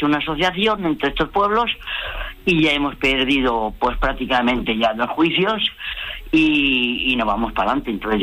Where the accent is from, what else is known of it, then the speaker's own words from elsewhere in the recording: Villares de Órbigo, Castile and León, Spain; yo llevo aquí 22 años jubilado, nací aquí en Villares de Órbigo